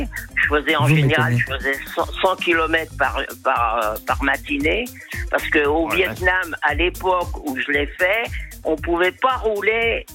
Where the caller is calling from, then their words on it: Paris, Île-de-France, France; Bah de Paris, hein.